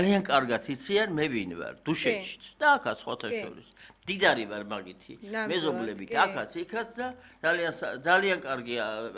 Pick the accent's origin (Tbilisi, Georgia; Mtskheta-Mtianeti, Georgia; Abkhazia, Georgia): Mtskheta-Mtianeti, Georgia; Dusheti; ჩემი ბავშვობა დუშეთში, რა თქმა უნდა, დავიბადე ჩემს სახლში